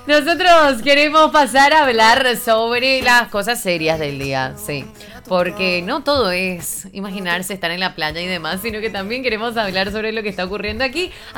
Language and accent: Spanish; Paraguay; nos representa también a nosotros como paraguayos